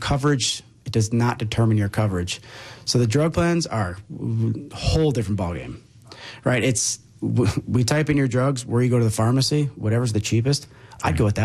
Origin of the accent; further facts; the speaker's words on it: Beaver Dam, Wisconsin, United States; growing up in Beaver Dam